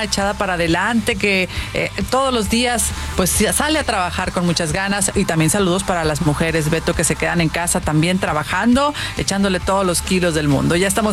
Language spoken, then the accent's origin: Spanish; Sinaloa, Mexico; Fíjense, un joven se lanza a una laguna infestada con cocodrilos por allá en mi tierra, en Sinaloa